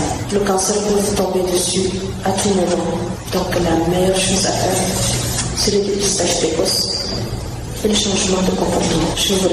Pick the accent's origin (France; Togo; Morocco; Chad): Chad; en tant que bon Tchadien